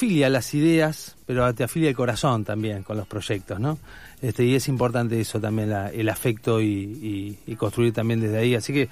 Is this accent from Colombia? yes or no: no; Mar del Plata, Buenos Aires Province, Argentina; moved away as an adult; Yo vine de Mar del Plata en el 98 y, bueno, empecé a laburar